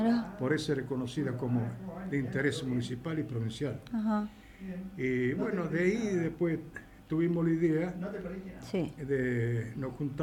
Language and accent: Spanish; Bivongi, Calabria, Italy; now in Argentina; mi pueblo actualmente de 1.300 habitantes.